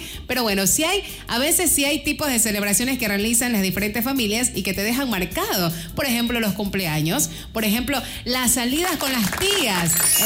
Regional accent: Milagro, Guayas, Ecuador; born there; Yo nací en Milagro

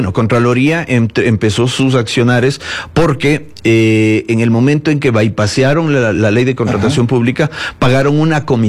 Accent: Quito, Pichincha, Ecuador; Primero como quiteño, porque es mi responsabilidad velar por el bienestar de la ciudad

